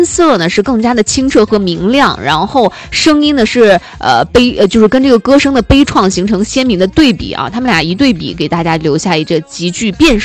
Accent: Hainan, China; 来我们海南人来了3回了，

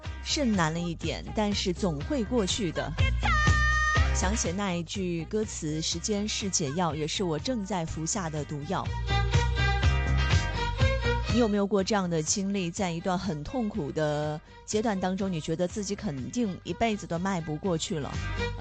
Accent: Guizhou, China; born or raised there

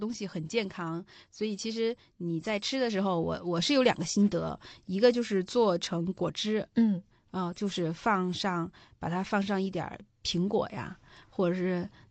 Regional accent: China

